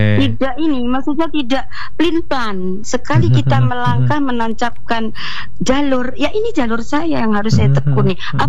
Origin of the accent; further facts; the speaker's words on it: Java, Indonesia; Bagaimanapun Allah yang membuat saya terlahir di Jawa. Saya tidak terlahir di negara lain selain Jawa.